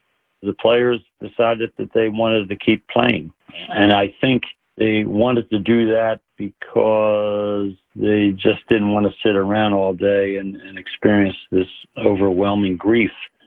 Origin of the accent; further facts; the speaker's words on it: Philadelphia, Pennsylvania, United States; two Philly boys who are from my hometown, and I finally meet them in Los Angeles.